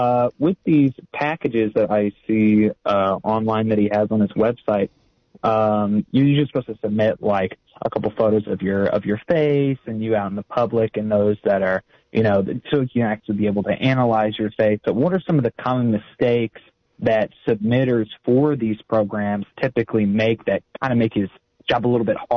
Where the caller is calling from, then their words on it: Illinois, United States; Yes. Well … I'm in the midst of, Illinois, you're tuning in live.